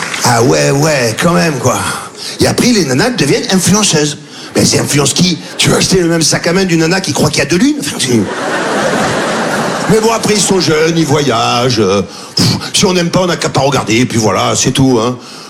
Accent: Marseille, Provence-Alpes-Côte d'Azur, France; Je lui dis, non, moi aussi, je suis Marseillais

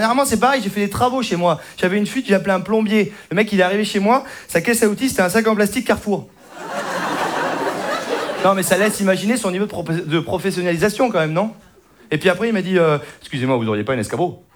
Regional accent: Saint-Émilion, Nouvelle-Aquitaine, France; je viens de Saint-Émilion.

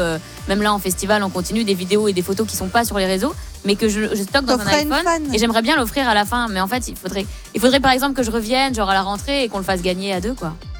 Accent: Arras, Hauts-de-France, France; born there; Enfin, je suis née à Arras, dans le Pas-de-Calais, mais j'ai fait mes études ici.

